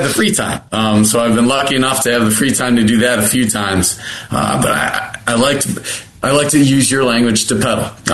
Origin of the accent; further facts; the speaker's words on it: Cleveland, Ohio, United States; I'm from Cleveland, and so we flew out to L.A., and I met her right after she was born.